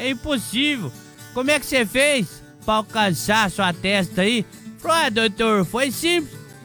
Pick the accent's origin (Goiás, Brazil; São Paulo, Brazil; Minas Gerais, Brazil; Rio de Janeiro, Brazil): São Paulo, Brazil; Paraibuna; Hoje à noite nós vamos fazer uma festa lá em Paraibuna, interior de São Paulo. É a minha terra natal, sou nascido em Paraibuna.